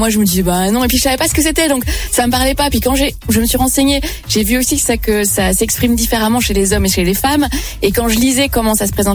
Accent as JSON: {"language": "French", "country": "Belgium", "said": "Puis comme moi, je viens de Belgique, c'est un peu les cousins, quoi."}